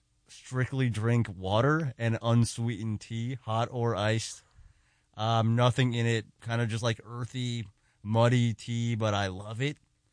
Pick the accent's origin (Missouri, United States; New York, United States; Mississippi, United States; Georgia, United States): New York, United States; Queens; It was awesome. So both my parents are immigrants from Eastern Europe. My mom is from Ukraine. My dad is from former Yugoslavia, Serbia, but like Romanian heritage before that.